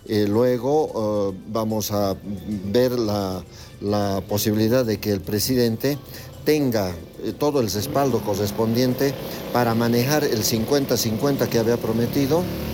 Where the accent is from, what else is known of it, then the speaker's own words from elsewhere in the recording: Bolivia; Somos bolivianos